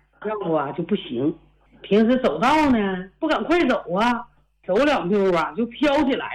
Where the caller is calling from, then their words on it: Shenyang, Liaoning, China; 我家是那个沈阳的，大东的。